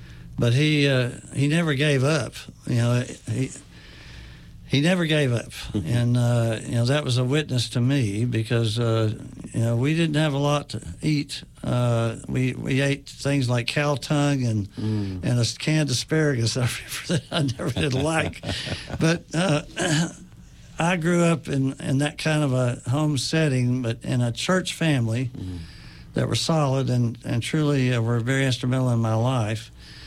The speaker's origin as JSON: {"language": "English", "town": "Bristol", "country": "United States", "tie": "born or raised there", "also_born_or_lived": "New Jersey", "said": "I was born in 47, mm-hmm. So I was born in New Jersey, mm-hmm. 2 years old when they moved back to Bristol."}